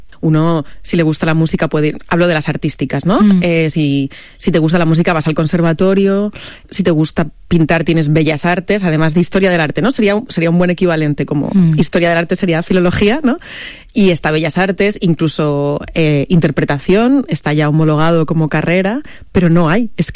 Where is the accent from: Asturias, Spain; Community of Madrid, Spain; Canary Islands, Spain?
Community of Madrid, Spain; Madrid; Yo soy de Madrid, pero mis padres son de Extremadura. Uh-huh. Bueno, mis abuelos maternos eran de Cuenca, los paternos de Extremadura.